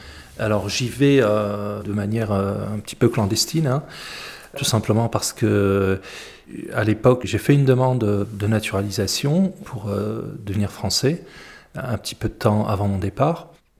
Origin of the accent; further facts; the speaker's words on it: Algeria; now in France; J'ai à l'époque juste la nationalité algérienne